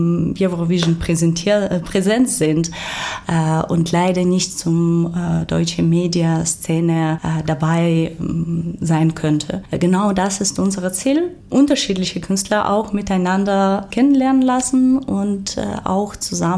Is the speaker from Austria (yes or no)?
no; Ukraine; German is a second language; now in Germany; ich als Ukrainerin, bis ich nach Deutschland gekommen bin, könnte ich auch nur … vielleicht, noch ein paar Bands.